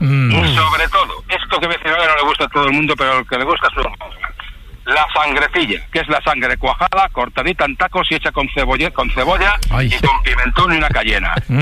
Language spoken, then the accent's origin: Spanish; Valladolid, Castile and León, Spain; Yo soy de Valladolid, de capital, ¿vale? Generaciones.